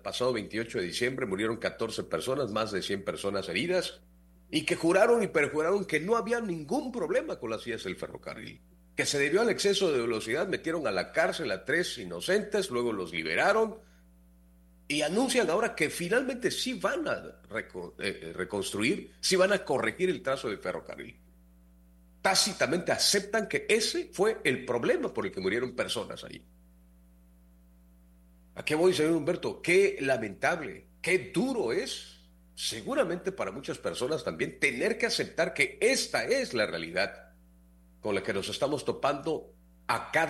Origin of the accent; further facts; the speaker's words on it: Mexico; todas las aspiraciones que tenemos como mexicanos?